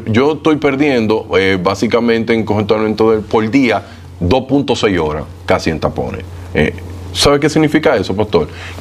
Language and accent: Spanish; Dominican Republic; en mi país, aquí en República Dominicana